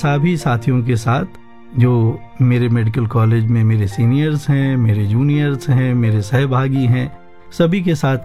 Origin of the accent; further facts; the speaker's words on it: Chitrakoot, Uttar Pradesh, India; born there; मेरी जन्मभूमि भगवान राम की तपोस्थली चित्रकूट, जो उत्तर प्रदेश के बुंदेलखंड रीजन में आता है